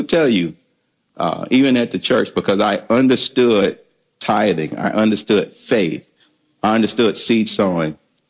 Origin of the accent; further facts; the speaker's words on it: Alabama, United States; I'm from Alabama now